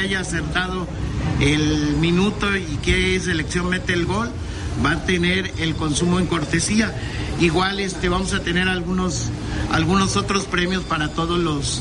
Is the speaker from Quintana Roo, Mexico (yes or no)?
no; Veracruz, Mexico; como somos los mexicanos y sobre todo los jarochos.